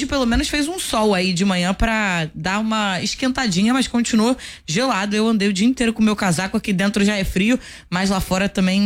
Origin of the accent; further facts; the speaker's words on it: Rio de Janeiro, Brazil; eu sou bem carioca mesmo nesse sentido